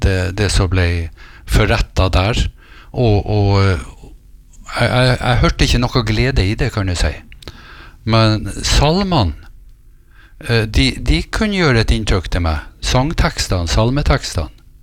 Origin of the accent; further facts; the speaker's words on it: Lødingen, Nordland, Norway; now in Vestnes, Norway; Ja da, jeg kommer fra Lødingen kommune, Lødingen Vestbygd, og det ligger I Vesterålen region, og jeg kommer fra Øksneshamn, som helt ut på enden av kommunen.